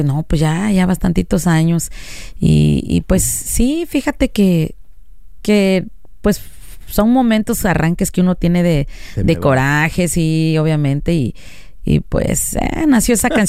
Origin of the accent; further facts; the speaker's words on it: Izúcar de Matamoros, Puebla, Mexico; moved away; Es lo más típico que hay en mi querido Izúcar.